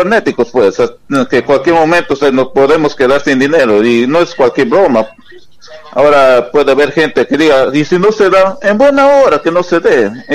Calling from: Lima, Peru

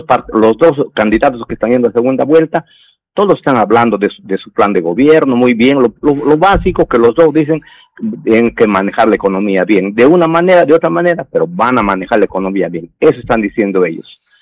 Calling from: Peru; yo pienso y creo así como peruano

